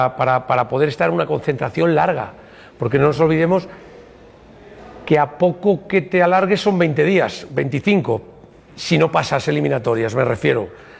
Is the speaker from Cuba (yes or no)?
no; Spain; si estoy en Europa, digo que soy español.